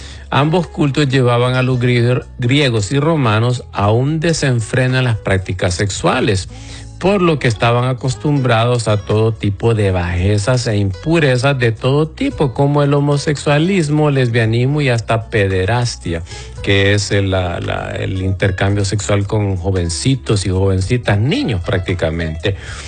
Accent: Honduras; mi país, Honduras

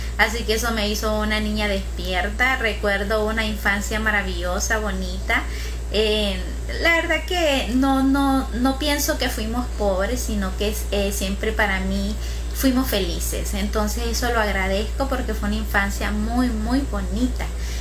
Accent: Choluteca, Honduras; Soy de Choluteca, Choluteca.

